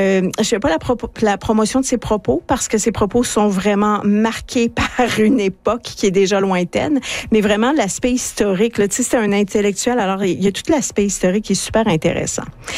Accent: Quebec, Canada; moi je viens des Laurentides, hein, ça me fait penser un peu aux Laurentides.

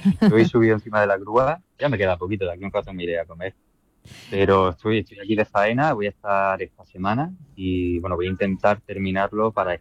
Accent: Almería, Andalusia, Spain; llevo 30 años pintando en Almería

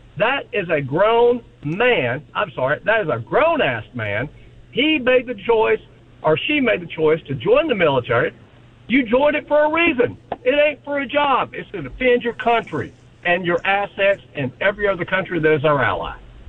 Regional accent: Rhea County, Tennessee, United States; moved away as an adult; I grew up in Ray County, Tennessee. I joined to get the heck out of Ray County, Tennessee.

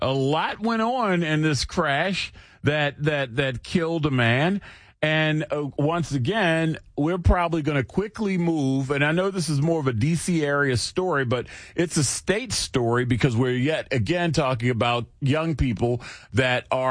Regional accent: Charlotte, North Carolina, United States; born there; I was born in 81 in Charlotte, North Carolina.

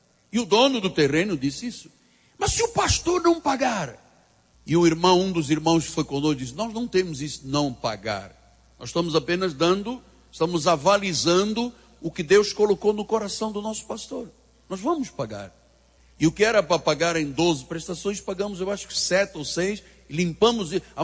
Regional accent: Portugal; accent: Portuguese; now in Brazil; ele reconheceu no meu sotaque, que eu tinha origem portuguesa

